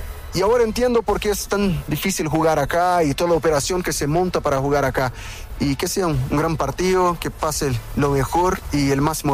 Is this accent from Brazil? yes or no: yes; Porto Alegre, Rio Grande do Sul, Brazil; Spanish is a second language; Somos del Brasil del sur. Más cerca de Uruguay, más cerca culturalmente de Uruguay, tomamos el mate, comemos el asado, todo lo que se hace en Uruguay hacemos nosotros en Porto Alegre